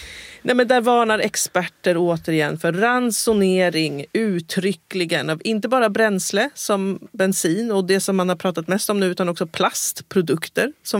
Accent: Skåne, Sweden; Ständigt får vi skåningar höra hur bra danskarna är på att spara vatten.

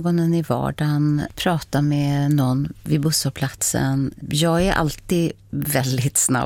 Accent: Spain; also born or lived in United States; now in Sweden; Det kommer kanske från min latinska uppväxt, eftersom jag växte upp i Spanien och bott i Europa, bott i USA

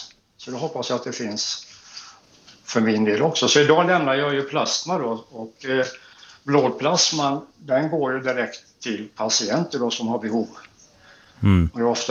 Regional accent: Gothenburg, Västra Götaland County, Sweden; Som göteborgare så heter det då surströmming.

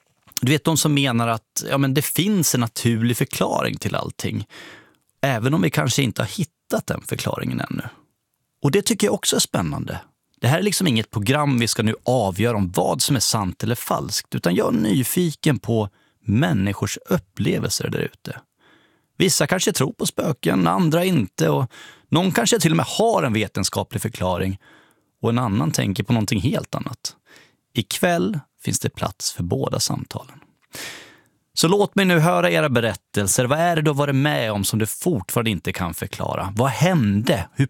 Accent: Borlänge, Dalarna County, Sweden; min egen uppväxt. Hemma i Bålänge i Dalarna hos min farmor och farfar

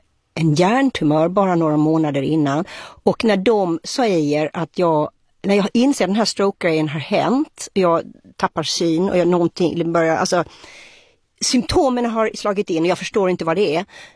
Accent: Sweden; moved away as an adult; jag kom ju då från Sverige

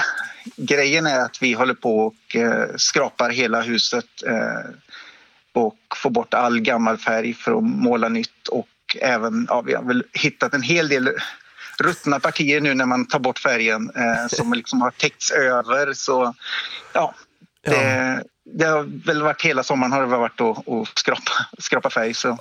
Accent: Arvika, Värmland, Sweden; Ja, jag kommer från Arvika i Värmland från början.

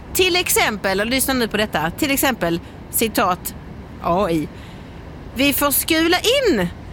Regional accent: Skåne, Sweden; jag är ju skåning från början och har varit skåning hela livet.

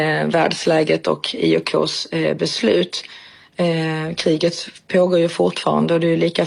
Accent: Sweden; Jag är också svensk

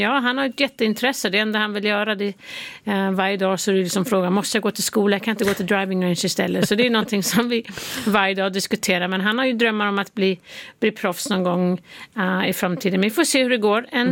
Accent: Sweden; now in United States; Ja, jag är fortfarande svensk medborgare. Det måste jag tala om. Barnen är ju svensk medborgare också, så försöker jag hålla den kontakten.

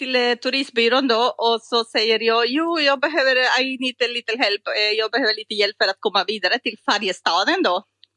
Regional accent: Costa Rica; Swedish is a second language; moved away; Jag kommer från Costa Rica. Mm-hmm. Och har studerat i Polen då på 90-talet.

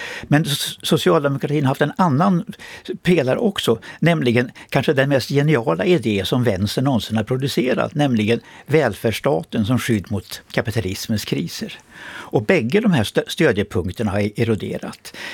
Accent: Kramfors, Västernorrland County, Sweden; Jag kommer själv från Kramfors i den röda Ådalen som länge har varit socialdemokratins kanske starkaste fäste.

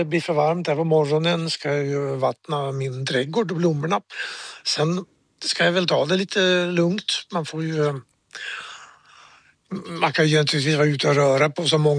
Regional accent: Jämtland County, Sweden; hemma i Jämtland blir det lite svalare

